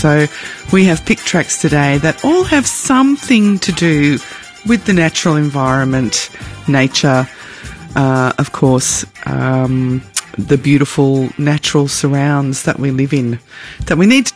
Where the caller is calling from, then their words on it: New South Wales, Australia; And I'm coming from Ewan Country on the New South Wales South Coast.